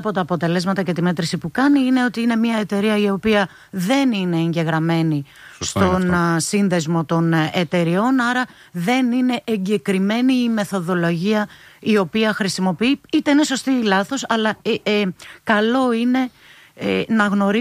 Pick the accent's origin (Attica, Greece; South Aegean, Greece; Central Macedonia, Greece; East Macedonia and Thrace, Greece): East Macedonia and Thrace, Greece; στα μέρη μου πάνω στον Εύρο